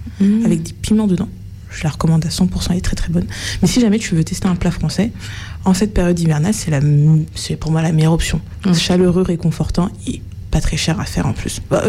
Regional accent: Martinique; Je suis martiniquaise

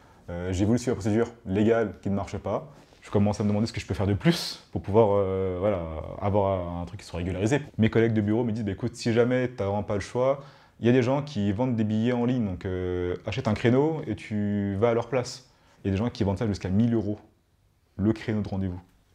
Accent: France; La France, c'est un pays que j'adore. C'est mon pays. Enfin, même si je suis pas ici, j'ai grandi en France.

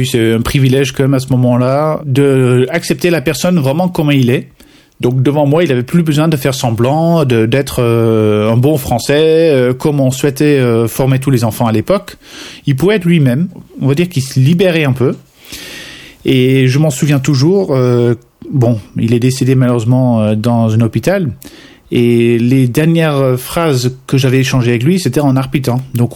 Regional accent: Netherlands; first language Dutch; French is a second language; now in Savoie, France; J'ai grandi aux Pays-Bas, étant donné que je suis né d'une mère savoyarde et un père hollandais. Bon, ça fait que j'ai grandi entre deux cultures.

